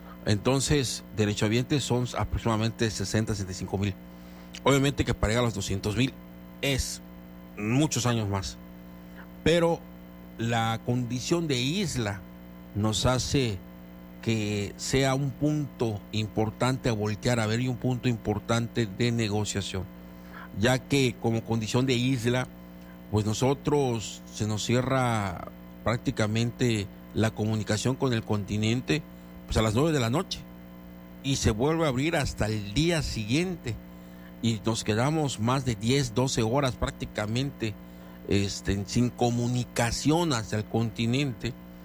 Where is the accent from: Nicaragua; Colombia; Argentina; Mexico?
Mexico; Cozumel, Quintana Roo; los que nacimos, crecimos, nos desarrollamos en Cozumel, y Cozumel es nuestro día a día.